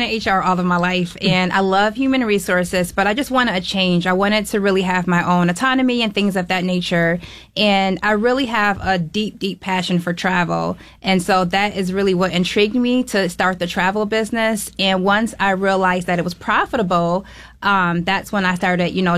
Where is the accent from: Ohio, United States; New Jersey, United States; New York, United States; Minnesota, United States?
New York, United States; Rochester; In Rochester